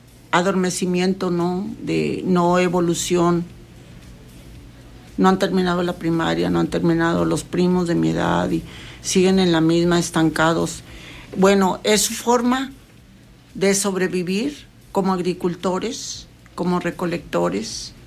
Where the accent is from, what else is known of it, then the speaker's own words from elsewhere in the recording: Gómez Palacio, Durango, Mexico; born there; como lagunera, yo soy nacida de Gómez Palacio, Durango. De Santa Rosa de Lima, Gómez Palacio del Durango. Mi papá, mestizo